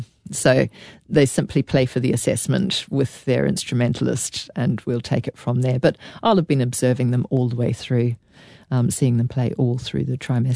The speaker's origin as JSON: {"language": "English", "town": "Pukekohe", "region": "Auckland", "country": "New Zealand", "tie": "born or raised there", "said": "when I was growing up in Pukekohe, I, as an 8-year-old"}